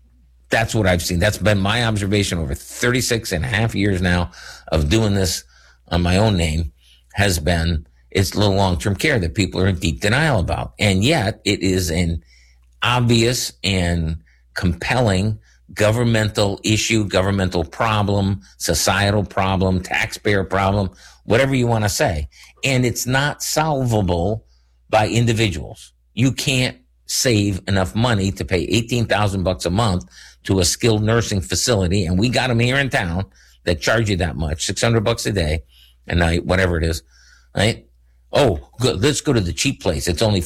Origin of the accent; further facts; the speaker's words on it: Massachusetts, United States; I'm from Massachusetts. I practice in Massachusetts.